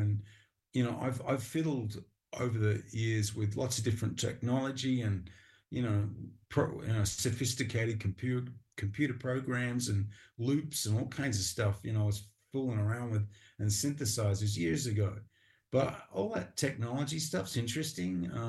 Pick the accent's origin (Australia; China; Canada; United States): Australia; Perth, Western Australia; I remember very clearly, you know, as a little kid growing up in Perth in Western Australia, Mum gave me a little transistor radio